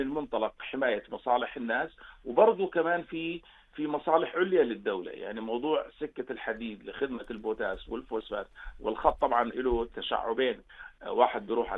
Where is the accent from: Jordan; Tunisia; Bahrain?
Jordan; هذا ما هوش موجود عندنا بالاردن